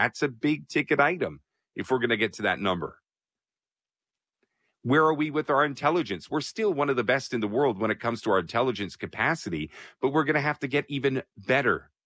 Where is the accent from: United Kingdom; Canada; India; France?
Canada; And it hurts me as a Canadian to say that, because I grew up on nothing but Canadian values.